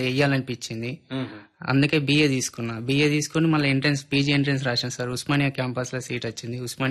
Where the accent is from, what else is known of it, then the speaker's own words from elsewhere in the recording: Peramur, Telangana, India; మా ఊరు పేరమూర్.